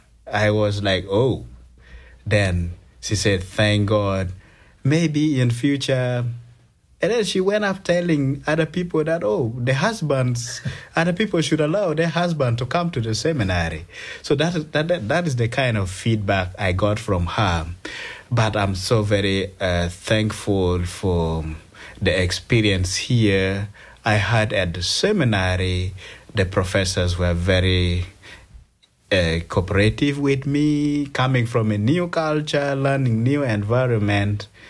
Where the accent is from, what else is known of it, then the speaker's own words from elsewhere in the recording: Uganda; moved away as an adult; now in United States; I'm from Uganda, Africa, in East Africa.